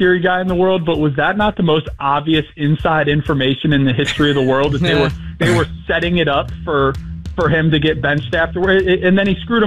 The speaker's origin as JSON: {"language": "English", "town": "Wadsworth", "region": "Ohio", "country": "United States", "tie": "born or raised there", "said": "I'm originally from Wadsworth. I grew up in Wadsworth. I'm a Browns guy."}